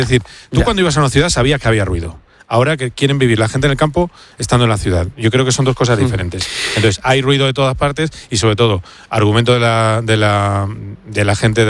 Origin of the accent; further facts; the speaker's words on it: Madrid, Community of Madrid, Spain; yo como madrileño